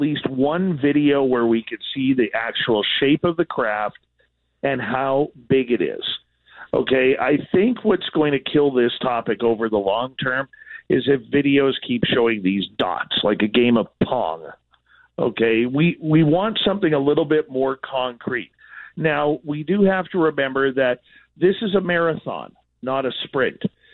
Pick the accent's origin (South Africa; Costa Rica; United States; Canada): Canada; I'm Canadian